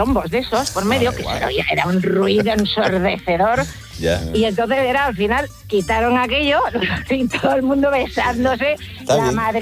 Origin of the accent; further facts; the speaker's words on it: Seville, Andalusia, Spain; como es que yo soy sevillana